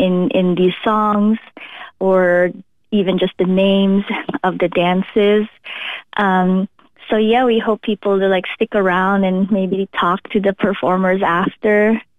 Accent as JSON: {"language": "English", "country": "Philippines", "tie": "born or raised there", "moved": "yes", "lives_now": "Bellingham, United States", "said": "I'm from the Philippines. And growing up in the Philippines, we have a lot of festivals."}